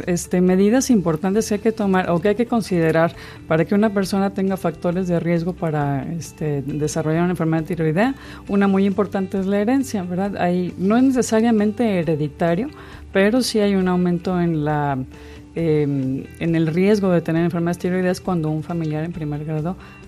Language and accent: Spanish; Mexico